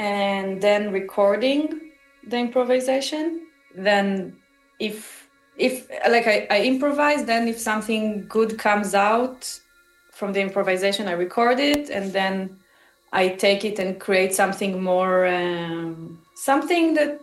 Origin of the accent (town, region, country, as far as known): Israel; born or raised there; English is a second language